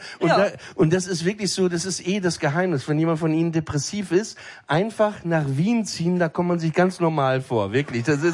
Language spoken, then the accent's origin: German; Papenburg, Lower Saxony, Germany; Ich meine, ich komme aus Papenburg im Emsland, ne, da ist das eh, da benutzt man auch nicht so viele Worte